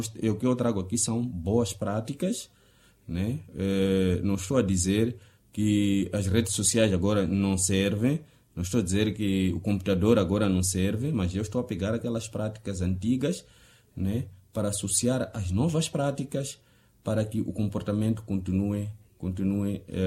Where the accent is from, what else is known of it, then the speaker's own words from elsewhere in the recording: Angónia, Tete, Mozambique; moved away; Angônia. É lá onde eu cresci, é lá onde comecei a trabalhar, então é lá onde tenho meus amigos.